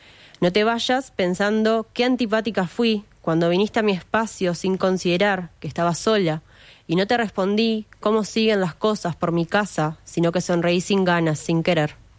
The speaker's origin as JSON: {"language": "Spanish", "country": "Uruguay", "said": "nosotros como uruguayos, como comunidad receptora o como personas que no migramos"}